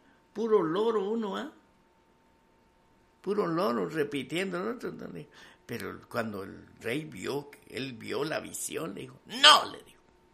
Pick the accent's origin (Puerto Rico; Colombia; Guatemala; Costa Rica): Guatemala; San Pedro Sacatepéquez, San Marcos; now in La Esperanza, Guatemala; Soy de San Marcos, San Pedro, Zacatepeques. Y cuando yo vine a La Esperanza, hermano, hace 30 y pico de años